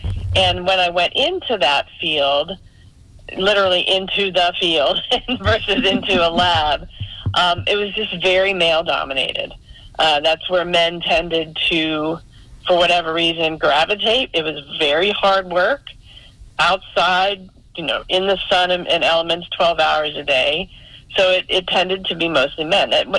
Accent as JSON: {"language": "English", "region": "Chesapeake Bay area", "country": "United States", "tie": "born or raised there", "said": "So early on, I grew up on the East Coast in the Chesapeake Bay area, and my family had been there forever, very traditional hunters, carvers"}